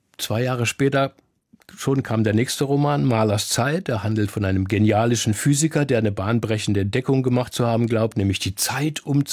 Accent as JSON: {"language": "German", "region": "Berlin", "country": "Germany", "said": "aber ich sag's mal dreist und als Berliner, das ist doch nicht normal."}